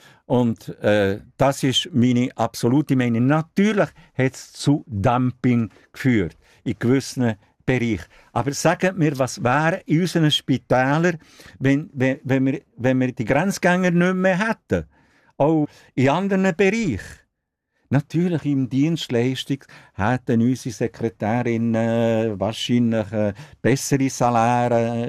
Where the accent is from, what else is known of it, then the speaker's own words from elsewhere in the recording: Switzerland; Also das Journalistische ist in Italien in diesem Fall ganz anders als bei uns in der Schweiz.